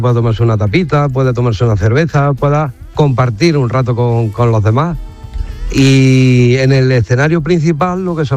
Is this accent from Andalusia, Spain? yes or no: yes; Baños de la Encina, Andalusia, Spain; Baños de la Encina, con mi pueblo.